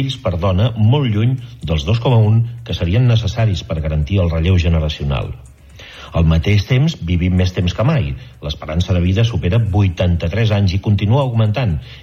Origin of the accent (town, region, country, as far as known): Catalonia, Spain